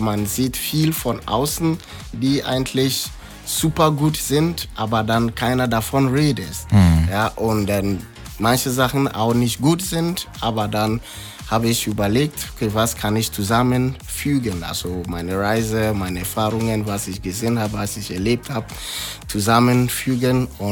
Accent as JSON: {"language": "German", "country": "Ghana", "second_language": "German", "moved": "yes", "lives_now": "Germany", "said": "Weil ich bin aus Ghana hergekommen, also meine Frau kommt aus gebürtig aus Freudenberg, deswegen ein bisschen Akzent noch drin."}